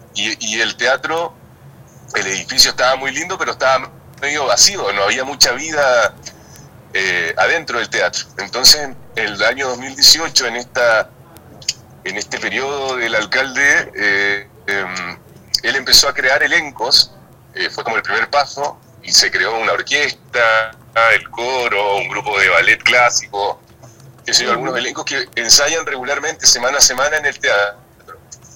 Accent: Punta Arenas, Magallanes and Chilean Antarctica, Chile; also born or lived in Valparaíso; cuando volví a trabajar acá a Punta Arenas, de donde yo soy, yo nací acá y todo, cuando me volví el año 2006

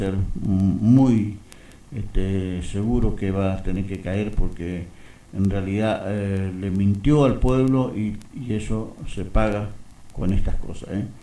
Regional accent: Argentina; somos nosotros, los argentinos.

